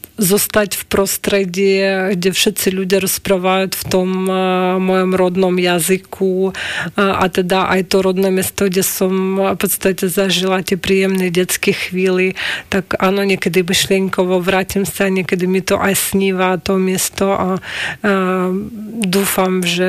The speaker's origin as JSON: {"language": "Slovak", "country": "Ukraine", "second_language": "Slovak", "moved": "as an adult", "lives_now": "Slovakia", "said": "som mamička z Ukrajiny a v podstate tatino Slovák"}